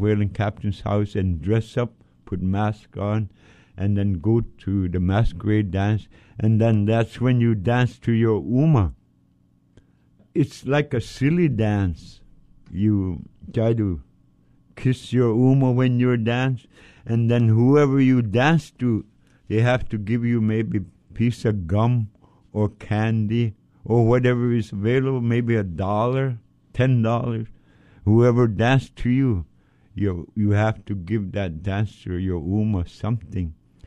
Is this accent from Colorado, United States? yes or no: no; Point Hope, Alaska, United States; I'm an Inupiaq from Tikilak, Point Hope, Alaska. Point Hope is a very old village, one of the oldest communities.